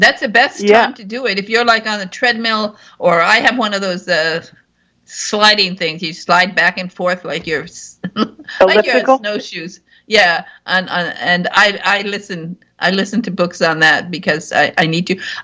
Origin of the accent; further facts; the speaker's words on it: Michigan, United States; I'm from Northern Michigan